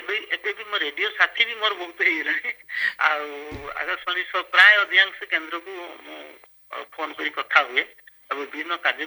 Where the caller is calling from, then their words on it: Basudevpur, Odisha, India; ମୁଁ ବାସୁଦେବପୁର ଭଦ୍ରକରୁ